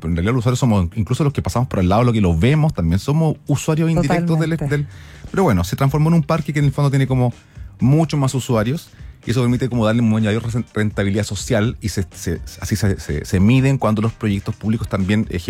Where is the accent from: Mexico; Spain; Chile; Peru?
Chile; Santiago, Santiago Metropolitan Region; Exacto, pero igual no nos interesa tanto como santiaguinos.